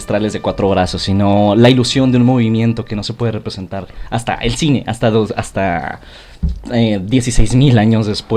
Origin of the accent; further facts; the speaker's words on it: Namiquipa, Chihuahua, Mexico; moved away; fuimos a mi pueblo, hizo de Namiquipa, y justamente mis abuelos tenían un cine en mi pueblo.